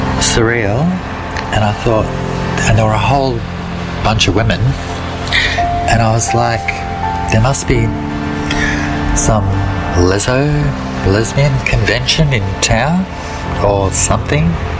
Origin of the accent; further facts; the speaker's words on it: Victoria, Australia; I'm originally from Victoria.